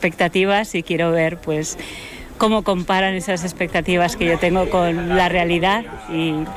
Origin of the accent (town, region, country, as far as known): Navarre, Spain; now in Netherlands